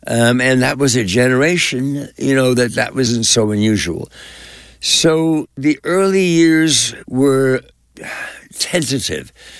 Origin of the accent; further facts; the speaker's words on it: East Coast, United States; born or raised there